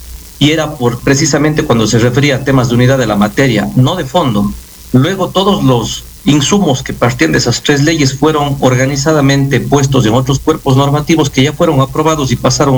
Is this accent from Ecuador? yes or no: yes; Ecuador; nosotros como ecuatorianos